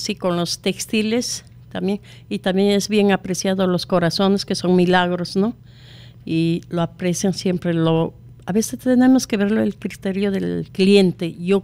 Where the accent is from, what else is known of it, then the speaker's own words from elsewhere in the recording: San Pablo, Cusco, Peru; Sí, de San Pablo muy cerca. Yo, sí.